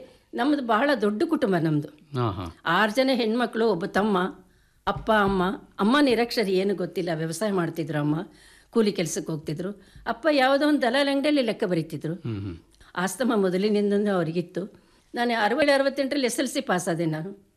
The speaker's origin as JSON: {"language": "Kannada", "town": "Devalapura", "region": "Karnataka", "country": "India", "tie": "born there", "said": "ರಜಾ ದಿನಗಳಲ್ಲಿ ದೇವಲಾಪುರದಲ್ಲಿ ಇದ್ವಿ ನಾವು ಮೊದಲು, ಅಲ್ಲಿ ಖಾಸಗಿ ಶಾಲೆಯಲ್ಲಿ ಓದಿದೆ. ಅಲ್ಲಿ ಏನು ನಾನು ಕಲ್ತಿದ್ದೀನಿ ಅಂತ ತಿಳ್ಕೊಂಡು ನಮ್ಮ ಮರಿಯಮ್ನಹಳ್ಳಿಗೆ ಬಂದಾಗ ಗೌರ್ಮೆಂಟ್ ಶಾಲೆಗೆ ಹೋದೆ ನಾನು"}